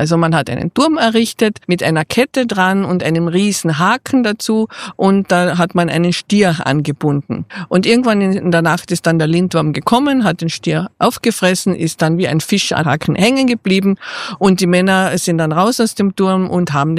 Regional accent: Carinthia, Austria; Das laissez-faire, leilossen, sagt man bei uns in Kärnten.

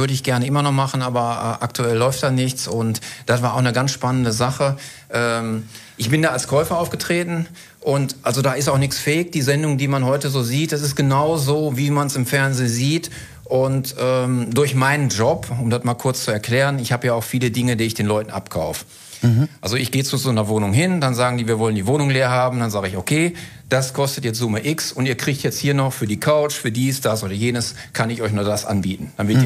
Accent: Kleve, North Rhine-Westphalia, Germany

